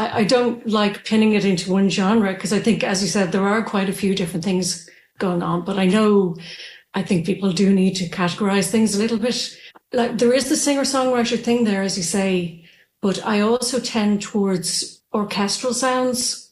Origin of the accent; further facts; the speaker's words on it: Dublin, Leinster, Ireland; now in Maynooth, Ireland; Well, I'm from Dublin. I grew up in suburbia, Dublin suburbia, near the sea. I could actually see the sea from my house. And I now live in Maynooth, which is a few miles further away.